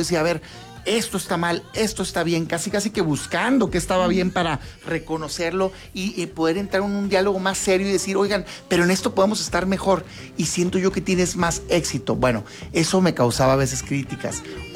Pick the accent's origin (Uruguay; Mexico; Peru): Mexico